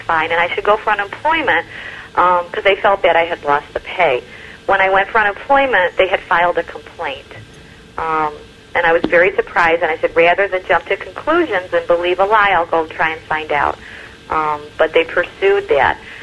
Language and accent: English; Chicago, Illinois, United States; Sister, I'm from Chicago, or a suburb of Chicago, and I have a situation that I'm just confused about